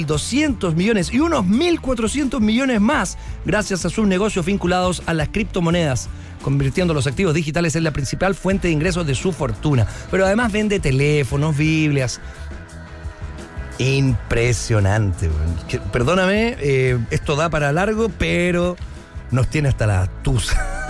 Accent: Concepción, Biobío, Chile; also born or lived in Osorno / Temuco; now in Santiago, Chile; Yo soy provinciano, viví muchos años, bueno, soy penquista, bien Osorno, Antemuco, en fin. Y cuando llegué a Santiago

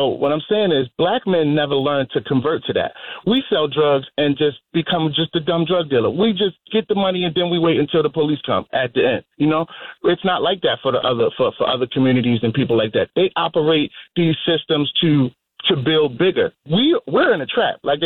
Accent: Baltimore, Maryland, United States; born or raised there

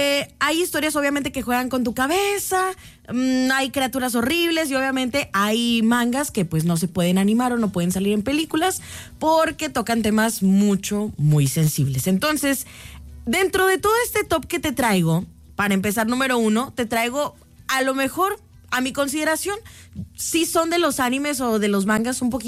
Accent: Mexico; nosotros como mexicanos tenemos muy buenas películas de terror

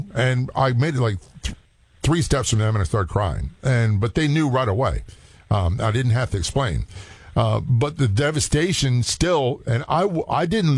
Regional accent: Passaic, New Jersey, United States; born there; I was born in Passaic. My family settled there from Ireland.

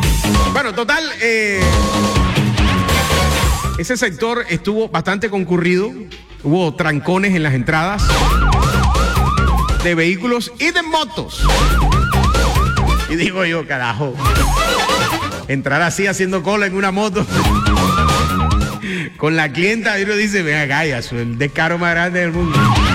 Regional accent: Colombia; yo soy aquí colombiano más que mejor dicho.

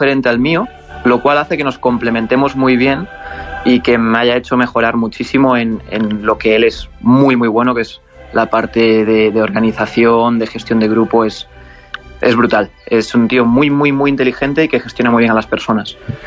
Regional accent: Spain; Pero a mí como español, pues jugar contra el Barcelona me hace especial ilusión.

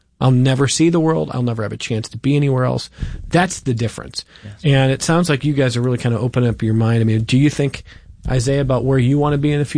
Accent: Cleveland, Ohio, United States; now in Rochester, United States; I mean, I love living in Rochester. I grew up in Cleveland

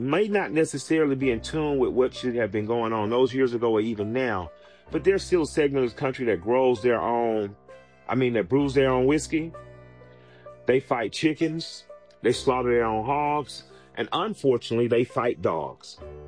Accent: the South, United States; And I grew up in the South.

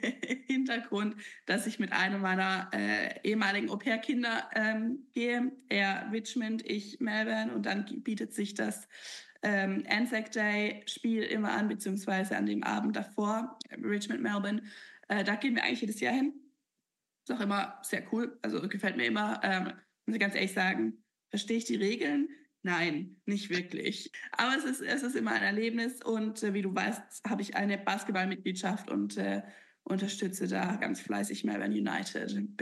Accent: Baden-Württemberg, Germany; moved away as an adult; now in Australia; Als Schwabe, ne, die Maultaschen, die Kässpätzle und die guten Soßen.

